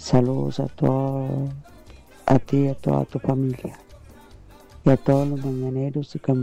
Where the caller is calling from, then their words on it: Tres Ríos, Cartago, Costa Rica; aquí de Tres Ríos.